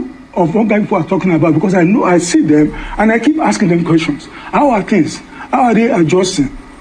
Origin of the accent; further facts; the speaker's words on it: Nigeria; I'm a Nigerian.